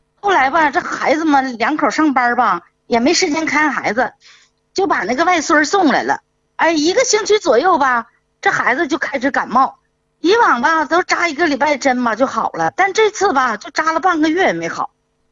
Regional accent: Shenyang, Liaoning, China; 我家是沈阳的。

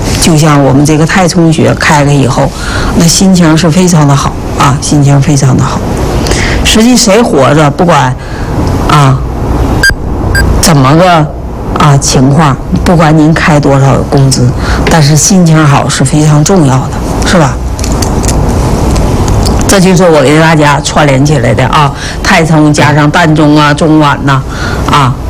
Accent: China; 我们中国人

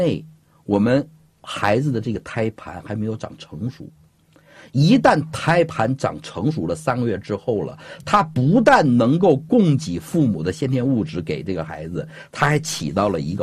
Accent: China; 我们中国人有个非常好的传统，要坐好月子。

